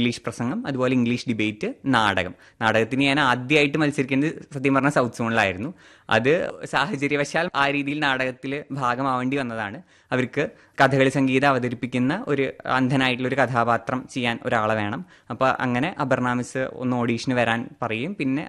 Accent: Poolamanna, Kerala, India; born or raised there

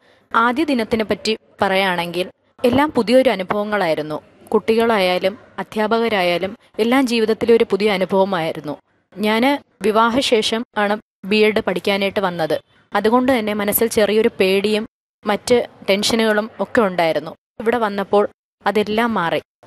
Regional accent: Thiruvananthapuram, Kerala, India; ഞാൻ തിരുവനന്തപുരം സ്വദേശിനിയാണ്.

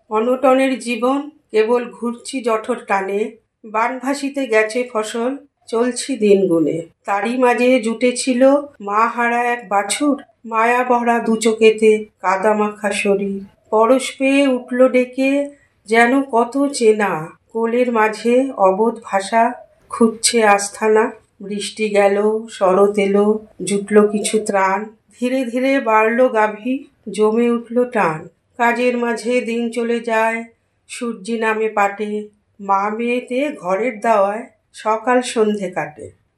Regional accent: Kolkata, West Bengal, India; আমি উত্তর কলকাতায় শোভাবাজারে বড় হয়েছি, পড়াশোনা বলো যাই সেখানেই হয়েছে, কিন্তু আমার মামার বাড়িটি রানাঘাটে।

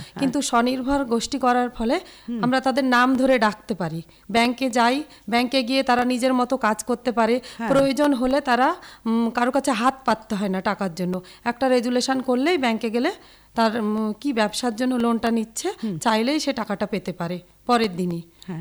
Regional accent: Malopara, West Bengal, India; নমস্কার ম্যাডাম, আমি সাগরপাড়া থানার অন্তর্গত মালোপাড়া গ্রাম থেকে আসছি।

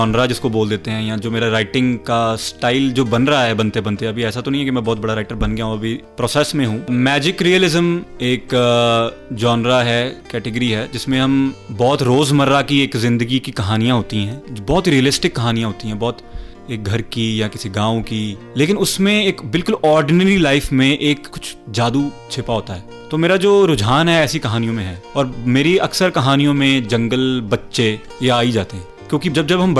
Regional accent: Gurdaspur, Punjab, India; क्योंकि मैं ऐसे रीजन से हूँ, माझा रीजन गुरदासपुर, जो जिसमें बहुत ही परफॉर्मेटिव किस्म के लोग होते हैं

